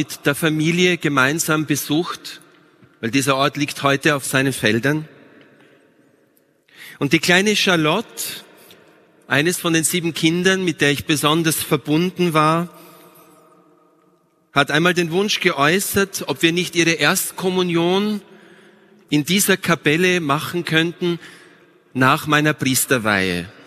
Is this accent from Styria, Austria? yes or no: yes; St. Stephan im Rosental, Styria, Austria; Eine Frau aus meiner Heimatgemeinde St. Stephan im Rosental in der Steiermark bittet mich regelmäßig, heilige Messen für den Frieden in der Welt zu feiern.